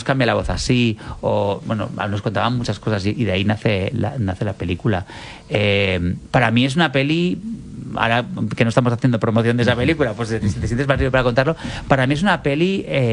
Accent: Pamplona, Navarre, Spain; now in Madrid, Spain; yo soy un chico de Pamplona que iba al colegio y le hacían bullying porque era homosexual y que de alguna manera tuvo que dejar la ciudad para venir a Madrid a encontrarse.

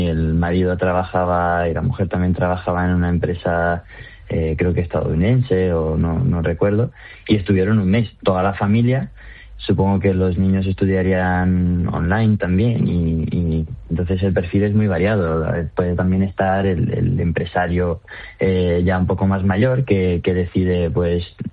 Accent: Italy; Spanish is a second language; now in Fuengirola, Spain; yo soy italiano

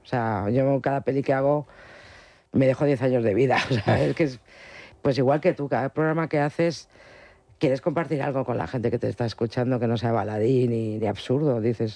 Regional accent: Spain; O sea, Los Domingos la entiendo perfectamente porque está en nuestra forma de ser como españoles. Hemos vivido todo este proceso de la Iglesia, etc.

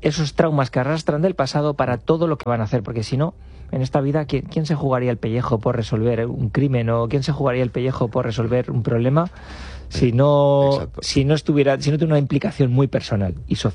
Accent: La Rioja, Spain; also born or lived in Zaragoza; now in San Sebastián, Spain; Soy riojano, trabajaba, ejercía en Zaragoza, pero llevo 5 años en San Sebastián.

